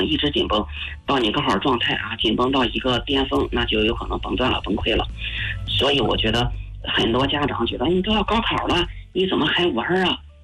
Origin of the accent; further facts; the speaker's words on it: China; 我中国人啊，有的时候有那个皮肤即可症，